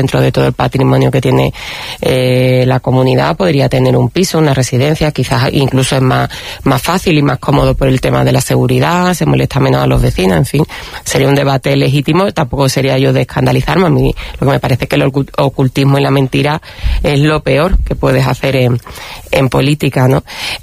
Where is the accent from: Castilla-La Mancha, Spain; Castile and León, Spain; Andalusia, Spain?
Andalusia, Spain; yo que soy andaluza